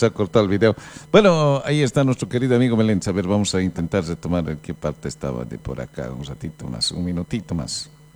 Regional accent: Bolivia; ¿Estamos los bolivianos preparados para vivir en democracia?

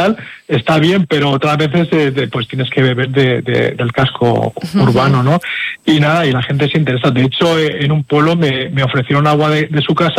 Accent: Valencian Community, Spain; siendo valenciano, a mí me gustaría conocer todos los pueblos de la Comunidad Valenciana

